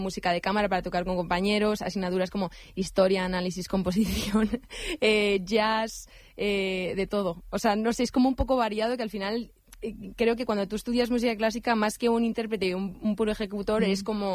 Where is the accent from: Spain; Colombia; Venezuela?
Spain; Madrid, Community of Madrid; Pero yo sí, soy madrileña.